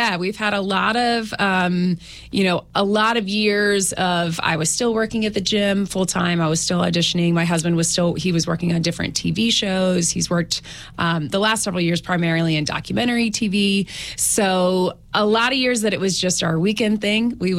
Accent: Marion, Virginia, United States; I'm from Marion, born and raised.

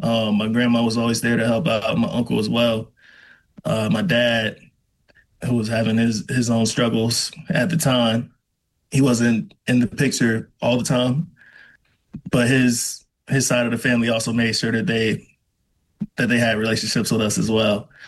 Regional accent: Roanoke, Virginia, United States; from Roanoke. Born and raised, an artist and an activist and an educator and a man of many hats, a coach.

